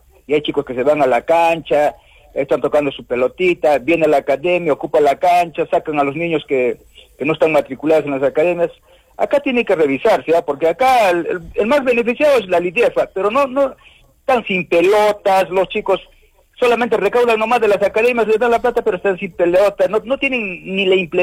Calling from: Arequipa, Peru; acá en Arequipa

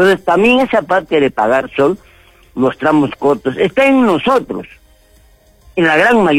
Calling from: Arequipa, Peru; yo vivo en Parque Humachil.

